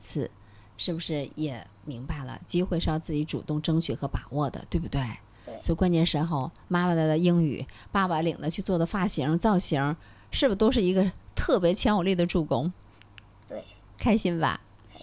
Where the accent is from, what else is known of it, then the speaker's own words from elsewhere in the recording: Dalian, Liaoning, China; 首先是我们大连人骨子里的对足球热爱的传承。